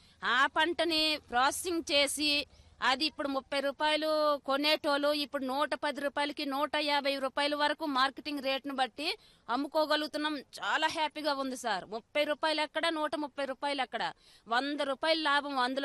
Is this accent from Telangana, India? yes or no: no; Parvathipuram Manyam district, Andhra Pradesh, India; మాది పార్వతీపురం మన్యం జిల్లా. … మేము ఒక ఫార్మర్స్ సార్. మేము అంటే మిల్లెట్స్ పండించే రైతులము, ఒక గిరిజన నిరుపేద కుటుంబం నుంచి వచ్చిన రైతులం సార్.